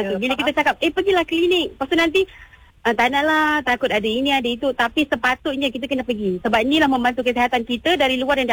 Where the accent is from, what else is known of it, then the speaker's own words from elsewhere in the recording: Selangor, Malaysia; Saya dari kampung Kuala Pangsun.